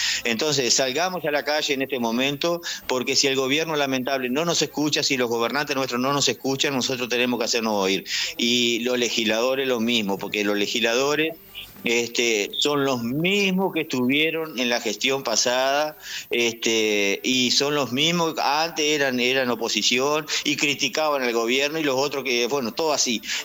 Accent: Uruguay; nosotros como uruguayos tenemos que pelear por este país

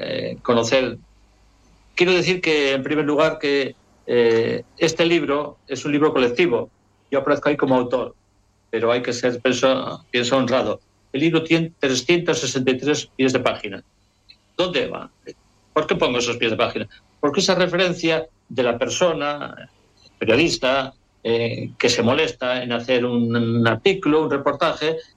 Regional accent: Laguna de Duero, Castile and León, Spain; also born or lived in Bilbao; now in Galicia, Spain; Sabéis que soy de Laguna de Duero, de Valladolid. Ajá. Lo que pasa es que después estuve viviendo en Bilbao muchos años, me considero también medio vasco, después llevo 54 años en Galicia.

